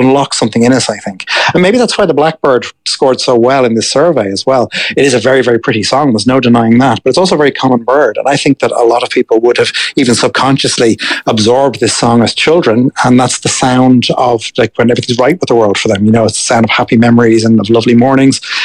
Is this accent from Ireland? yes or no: yes; Ireland; we're all Irish people